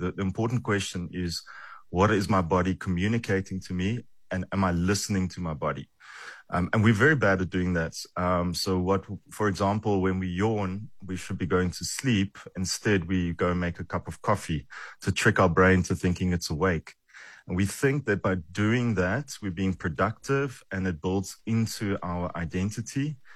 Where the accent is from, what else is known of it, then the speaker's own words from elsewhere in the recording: South Africa; I have the huge privilege of being a South African psychologist.